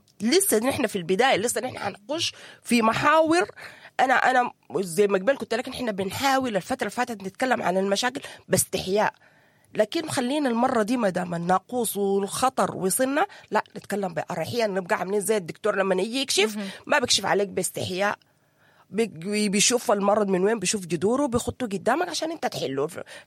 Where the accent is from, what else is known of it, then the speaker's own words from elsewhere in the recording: Sudan; بقول لك الأسر السودانية الجوة نحن كمجتمع سوداني بنعرف نعمل تغطية للمشاكل